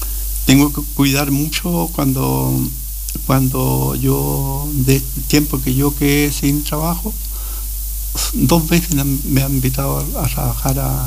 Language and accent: Spanish; Osorno, Los Lagos, Chile; moved away as an adult; now in Coyhaique, Chile; Sí, de Osorno. Yo soy de Osorno.